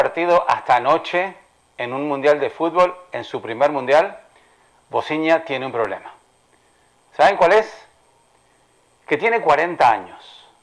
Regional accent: Uruguay; born there; a ver a Uruguay, que es donde yo nací

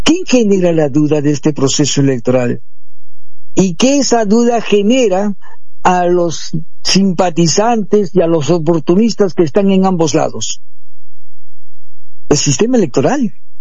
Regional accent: Peru; now in Tacna, Peru; Estamos luchando acá en Tacna con una votación contra la nación aymara. Y yo digo, pero si en el Perú no hay ninguna nación aymara. Todos somos peruanos

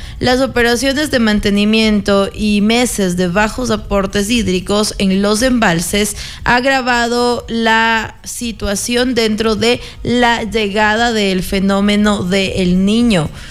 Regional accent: Ecuador; por qué nos interesa como ecuatorianos?

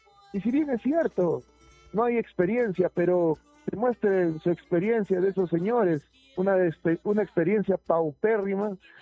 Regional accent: Huancavelica, Peru; somos huancabelicanos

